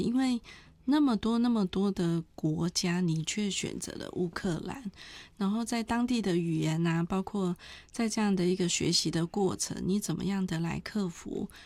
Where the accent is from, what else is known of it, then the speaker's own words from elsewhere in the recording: Taiwan; 能够透过他也把我们台湾人带到那里来帮助着不少的难民。